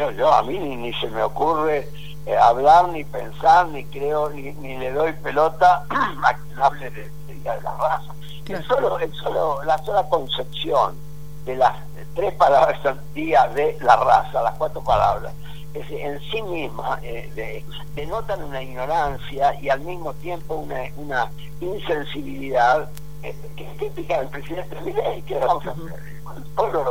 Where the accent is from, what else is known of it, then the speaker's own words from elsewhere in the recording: Argentina; yo como pueblo argentino